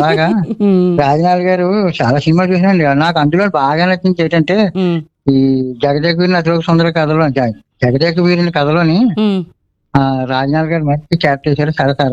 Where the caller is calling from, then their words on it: Durgada, Andhra Pradesh, India; మాది దుర్గాడ, కాకినాడ జిల్లా దుర్గాడమ్మ.